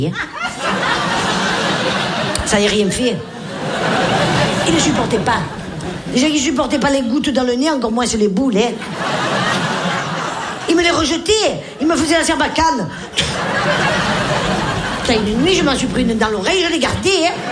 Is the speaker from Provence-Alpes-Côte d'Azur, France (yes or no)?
yes; Nice, Provence-Alpes-Côte d'Azur, France; Et moi, je l'ai fait comme on l'ai fait chez nous à Nice, à la pomme de terre.